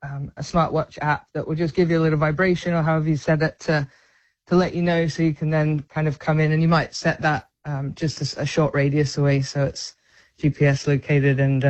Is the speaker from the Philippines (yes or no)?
no; Western Australia, Australia; I grew up in Western Australia, so there were definitely some big sharks that way.